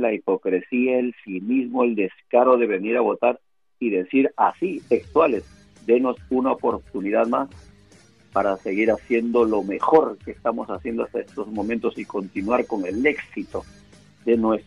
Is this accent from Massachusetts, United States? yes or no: yes; Brighton, Massachusetts, United States; yo soy de Brighton, pero me iba, por ejemplo, a Somerville, me iba a Revere, me iba a Chelsea